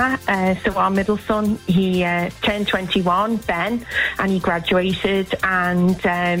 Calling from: Liverpool, North West England, United Kingdom

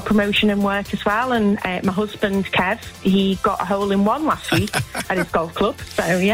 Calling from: Liverpool, North West England, United Kingdom

